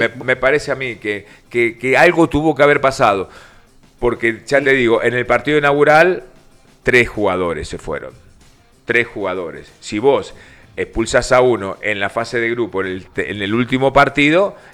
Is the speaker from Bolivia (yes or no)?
no; Argentina; porque soy argentino